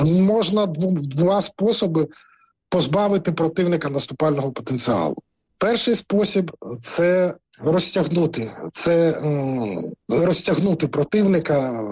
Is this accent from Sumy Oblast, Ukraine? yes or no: no; Crimea, Ukraine